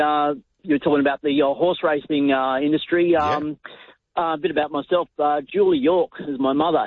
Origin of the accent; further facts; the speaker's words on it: Liverpool, New South Wales, Australia; We grew up in around Liverpool and Warwick Farm. Dad trained, mum rode